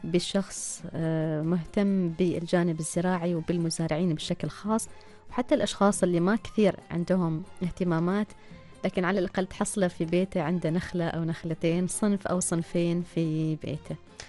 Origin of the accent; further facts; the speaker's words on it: Oman; لدينا جميعا كعمانيين